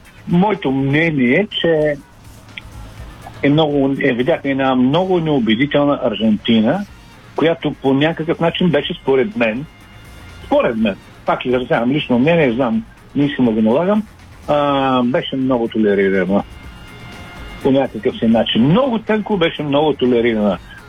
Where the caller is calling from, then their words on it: Sofia, Sofia City, Bulgaria; от София съм.